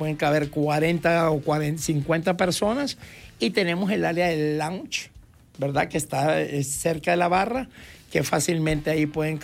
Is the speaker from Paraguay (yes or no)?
no; Peru; now in El Salvador; yo como peruano